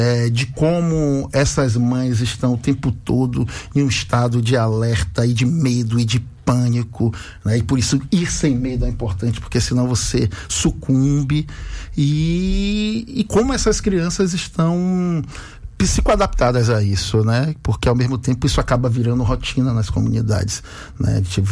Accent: Salvador, Bahia, Brazil; Esse disco também faz com que eu retorne à minha comunidade da Boca do Rio. Eu sou da Boca do Rio, propriamente dito ali do Barreiro, né? Subindo pelo Marbaque, setor 2.

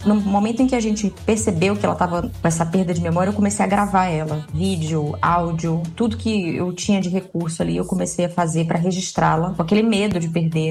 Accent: Feira de Santana, Bahia, Brazil; moved away as an adult; eu sou de Feira de Santana, então não tem como não trazer algum ritmo regional que fez parte da minha infância

